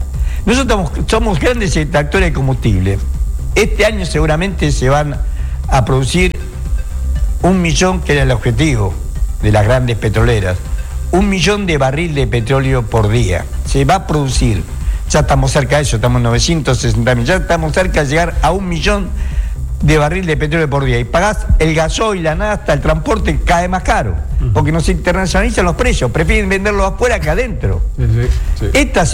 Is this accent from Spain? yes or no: no; Tucumán, Argentina; born there; Yo soy tucumano de nacimiento, o sea que hablo con fundamento.